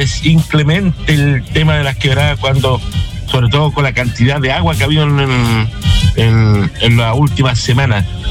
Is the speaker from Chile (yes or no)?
yes; Coquimbo, Chile; para la gente de la cuarta región, de donde soy oriundo, o hediondo, como dicen algunos.